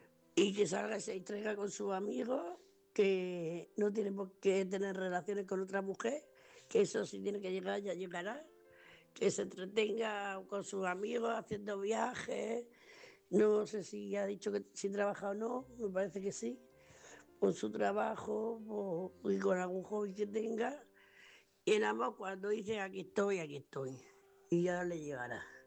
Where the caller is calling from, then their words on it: Murcia, Region of Murcia, Spain; de Murcia.